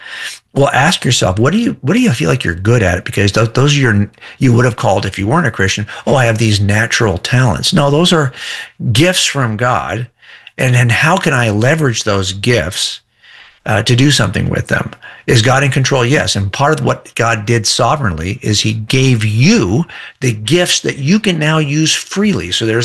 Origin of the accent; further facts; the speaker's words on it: California, United States; I don't know, but I am a Californian.